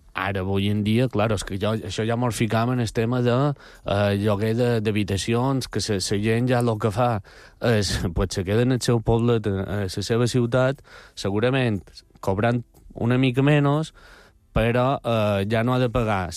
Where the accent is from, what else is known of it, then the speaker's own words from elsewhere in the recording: Balearic Islands, Spain; No, jo soc mallorquí, i em diu, no, saps, com que no s'ho creuen